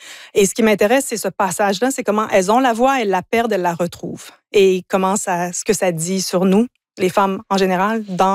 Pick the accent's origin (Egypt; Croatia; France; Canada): Canada; Ontario; born or raised there; French is a second language; also born or lived in United States / England